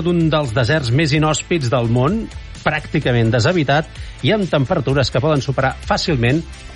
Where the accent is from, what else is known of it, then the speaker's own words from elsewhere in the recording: Catalonia, Spain; Jo soc del Pirineu, tu.